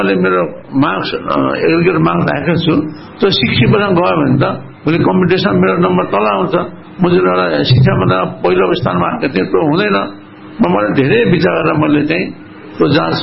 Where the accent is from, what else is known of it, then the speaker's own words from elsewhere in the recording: Shuklagandaki, Gandaki Province, Nepal; मेरो यो क्षेत्रमा जहाँ म हुर्केको, जहाँ म जन्मेँ हुर्केँ त्यो क्षेत्रमा मेरो चिकित्सा सेवा अहिले पनि कन्टिन्यू छ।